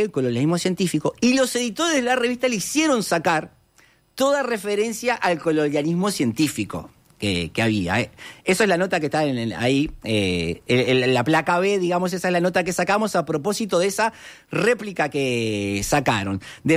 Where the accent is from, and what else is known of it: Uruguay